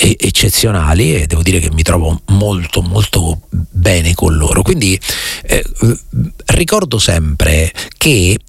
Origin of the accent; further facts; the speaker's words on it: Morocco; Italian is a second language; now in Italy; Cioè io come marocchino, per farmi accettare, devo fare 50 volte le cose in più